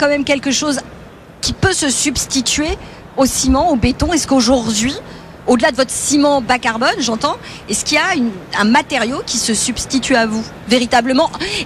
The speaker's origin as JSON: {"language": "French", "town": "Paris", "region": "Île-de-France", "country": "France", "said": "parce que je suis une Parisienne"}